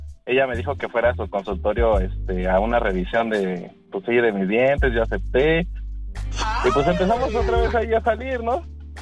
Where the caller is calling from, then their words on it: Chimalhuacán, State of Mexico, Mexico; Yo vivo ahí en Chimalhuacán. Soy de Chimalhuacán.